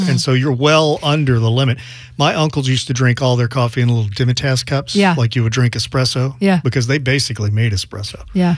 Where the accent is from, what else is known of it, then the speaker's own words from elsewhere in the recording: Louisiana, United States; I'm from Louisiana. Yeah. Sometimes we did have to chew.